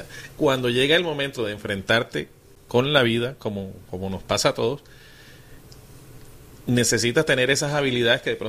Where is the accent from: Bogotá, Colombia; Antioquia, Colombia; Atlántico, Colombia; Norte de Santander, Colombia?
Atlántico, Colombia; Barranquilla; Soy de Barranquilla